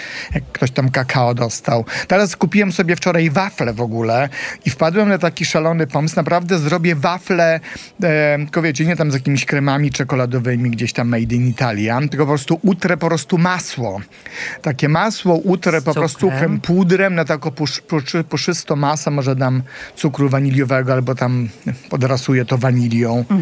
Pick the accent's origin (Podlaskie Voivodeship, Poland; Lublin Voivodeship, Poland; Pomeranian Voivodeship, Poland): Podlaskie Voivodeship, Poland; Grajewo; moved away; ja pochodzę z Podlasia, czyli z Grajewa, czyli tam, gdzie robią te mleko łaciate i te masło łaciate